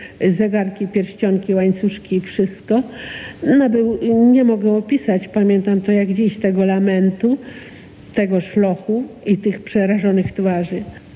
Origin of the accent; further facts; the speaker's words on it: Warsaw, Masovian Voivodeship, Poland; moved away; Jestem warszawianką, dokładnie mokotowianką.